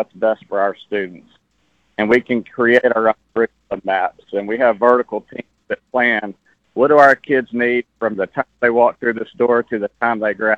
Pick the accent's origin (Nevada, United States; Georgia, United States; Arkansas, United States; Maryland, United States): Arkansas, United States; Little Rock; I grew up in Little Rock going to private schools.